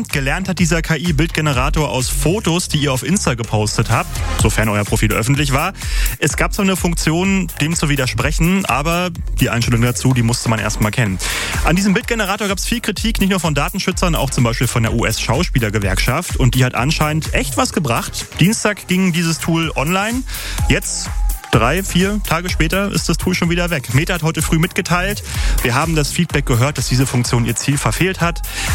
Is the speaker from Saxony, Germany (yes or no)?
no; Berlin, Germany; Was wir als Berliner ja am besten wissen.